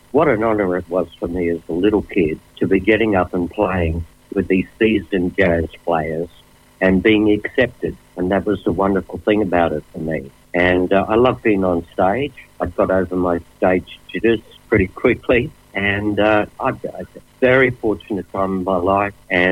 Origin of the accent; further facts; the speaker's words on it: Kingaroy, Queensland, Australia; also born or lived in Margate; I grew up in Kingaroy, little country town in Queensland.